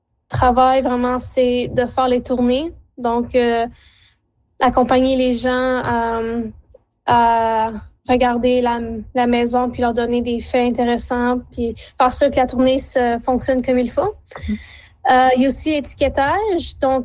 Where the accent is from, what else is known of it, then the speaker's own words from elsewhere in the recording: Hearst, Ontario, Canada; Je viens de Hearst. J'ai 21 ans. Je suis à l'Université Laurentienne à Sudbury.